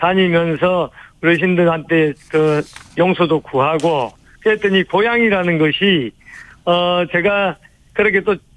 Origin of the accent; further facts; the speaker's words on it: Busan, South Korea; born there; moved away as an adult; 북구의 아들로 키워주셨는데